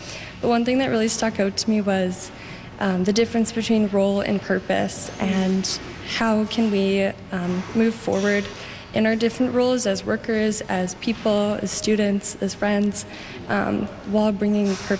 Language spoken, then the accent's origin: English; Winnipeg, Manitoba, Canada; now in Ottawa, Canada; And I'm a student from Winnipeg, Manitoba, now living in Ottawa.